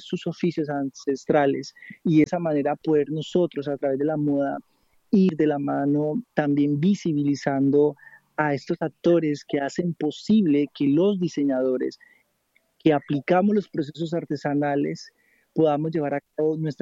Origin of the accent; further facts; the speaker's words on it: Buenos Aires Province, Argentina; Te cuento que, como todo bonaerense, yo pienso que estaba a un punto de llegar a uno de los escenarios más exigentes del mundo en la moda.